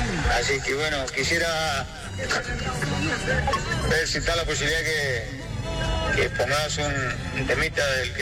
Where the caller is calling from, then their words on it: Puerto Deseado, Santa Cruz, Argentina; acá de Puerto Deseado.